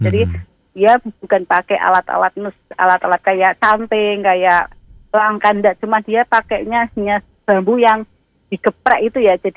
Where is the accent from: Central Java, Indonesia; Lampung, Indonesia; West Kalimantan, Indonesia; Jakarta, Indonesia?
Central Java, Indonesia; Pekalongan; saya ini ya orang Pekalongan itu ya.